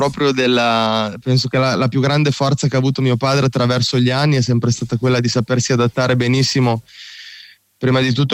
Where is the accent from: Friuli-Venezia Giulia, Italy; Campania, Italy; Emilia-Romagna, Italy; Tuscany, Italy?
Emilia-Romagna, Italy; Parma; perché io sono nato e cresciuto a Parma